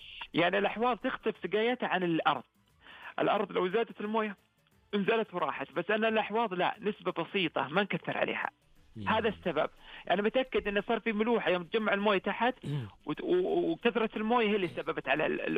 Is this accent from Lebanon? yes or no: no; Saudi Arabia; عندنا على مستوى المملكة